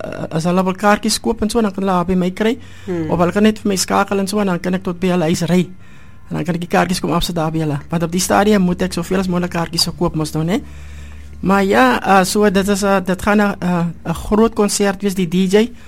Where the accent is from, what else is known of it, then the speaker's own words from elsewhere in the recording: Mossel Bay, Western Cape, South Africa; Ek is van Mosselbaai.